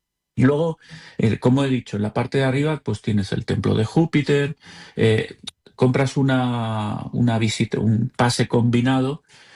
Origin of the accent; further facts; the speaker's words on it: Tarragona, Catalonia, Spain; Y le iba a decir, es que soy de Tarragona, ¿sabes?